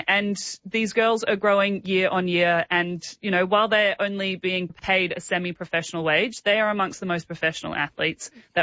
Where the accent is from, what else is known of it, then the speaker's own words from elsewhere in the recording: Queensland, Australia; I'm a Queenslander. It's a great time to be a Queenslander.